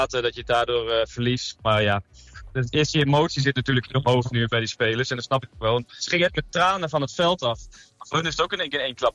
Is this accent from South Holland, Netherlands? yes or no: no; Hardenberg, Overijssel, Netherlands; now in Hilversum, Netherlands; In Hilversum wonen we nu. Ik ben opgegroeid in Hardenberg, maar we zijn nu een beetje verhuisd naar centraal van het land. En ik zit nu in Mexico